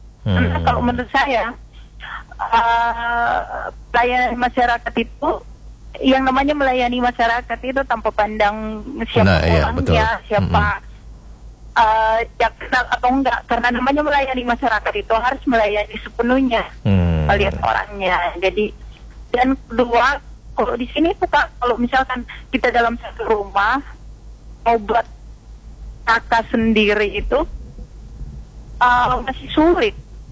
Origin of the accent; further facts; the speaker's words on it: Sabang, Aceh, Indonesia; karena kalau kita pergi mengurus itu Kak, di daerahku.